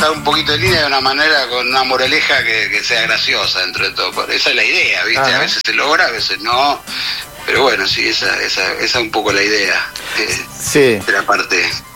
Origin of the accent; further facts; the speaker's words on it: Rosario, Santa Fe, Argentina; moved away; Y ahí es cuando me voy y yo ya me fui de Rosario durante 20 años, ¿viste?